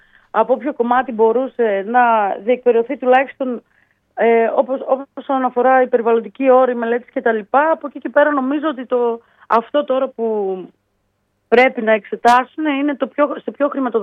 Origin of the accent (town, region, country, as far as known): Samothrace, Eastern Macedonia and Thrace, Greece